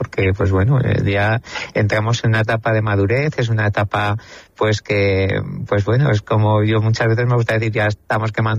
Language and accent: Spanish; Calatayud, Aragon, Spain; es del origen donde yo empecé en Calatayud